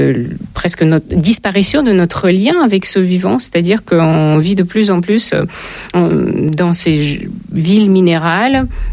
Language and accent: French; Ukraine; C'est un orchestre et le chef d'orchestre que j'ai écouté tellement de fois quand j'étais gamine en Ukraine.